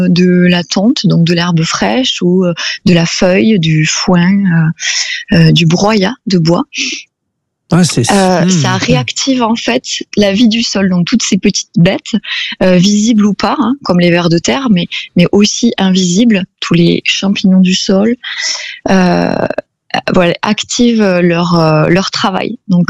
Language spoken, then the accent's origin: French; Occitanie, France; Je suis née et j'ai grandi en Aveyron. Après, j'ai fait mes études à Toulouse, puis à Lille, dans le Nord, pour l'orthophonie.